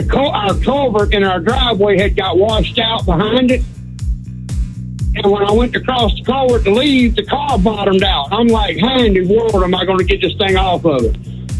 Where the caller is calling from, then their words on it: Alabama, United States; Well, I'm from Alabama, and I live in the country